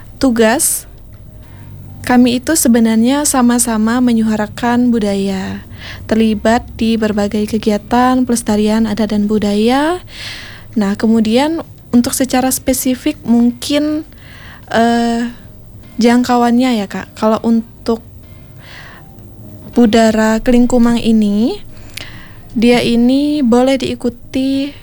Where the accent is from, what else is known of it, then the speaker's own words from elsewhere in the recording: Sekadau, West Kalimantan, Indonesia; Karena kami dari Skadau, jadi kami terpilih saat pelaksanaan gawai daya di Skadau.